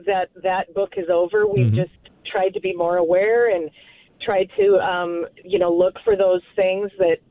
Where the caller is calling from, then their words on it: Grand Island, Nebraska, United States; Grand Island, Nebraska.